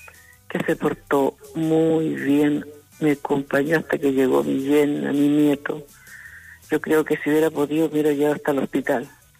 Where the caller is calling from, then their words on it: Copiapó, Atacama, Chile; de Copiapó.